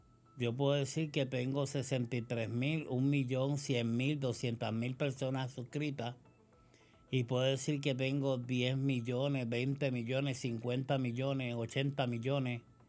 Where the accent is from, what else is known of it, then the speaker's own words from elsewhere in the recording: Puerto Rico; Yo, como muchos puertorriqueños